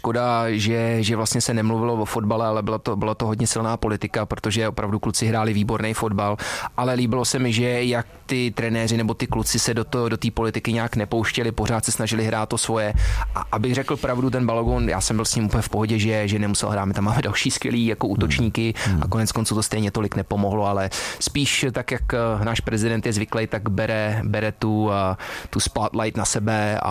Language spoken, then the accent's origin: Czech; Pardubice, Pardubice Region, Czechia; Ne, jsem Pardubák.